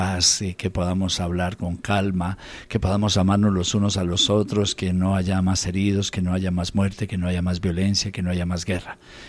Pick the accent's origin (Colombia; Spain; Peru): Colombia; Balboa, Cauca; desde mi tierra, desde la parroquia San José de Balboa, desde el balcón del Patía, vinimos a esta hermosa tierra que se llama El Rosario